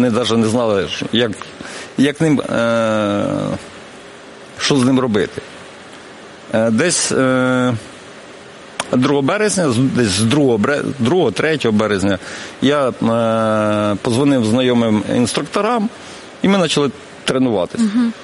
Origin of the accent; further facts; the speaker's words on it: Kyiv, Ukraine; я з Подольського району.